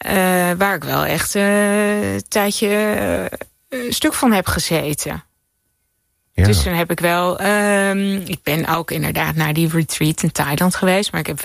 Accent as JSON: {"language": "Dutch", "town": "Zoeterwoude", "region": "South Holland", "country": "Netherlands", "tie": "born or raised there", "said": "Maar nee, ik ben in Zoeterwoude opgegroeid. Dat is een dorp bij Leiden. Ik zat in Leiden op de middelbare school."}